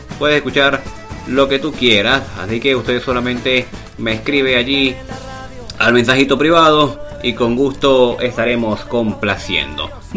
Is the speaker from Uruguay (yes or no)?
no; Venezuela; now in Santiago, Chile; te saludo desde Santiago de Chile, acá en la región metropolitana, aunque soy orgullosamente venezolano.